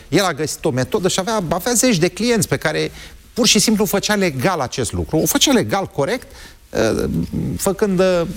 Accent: Slobozia, Ialomița County, Romania; Bine, dar eu sunt din Slobozia și n-am 3 ani

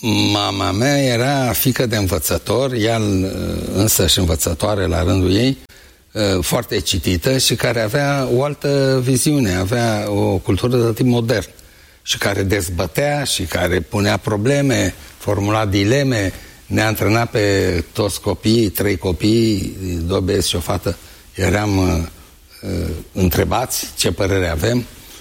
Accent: Alexandria, Teleorman, Romania; born or raised there

